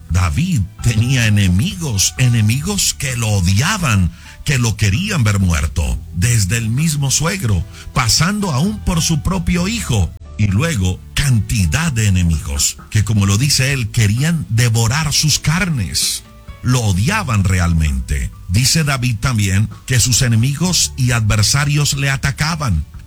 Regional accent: Colombia; Para los que están o somos de Colombia, algo así como el castillo de San Felipe en Cartagena

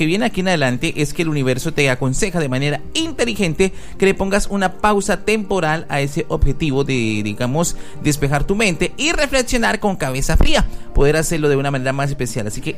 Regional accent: Colombia

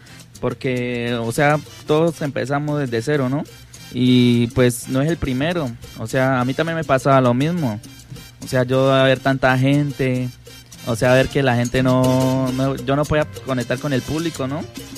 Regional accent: Santander de Quilichao, Cauca, Colombia; moved away as an adult; now in Morales, Colombia; yo soy de Santander de Quilichao, pero ya aquí en Morales en sí, yo viviendo ya más de 7 años ya. Prácticamente ya vivo acá en Morales.

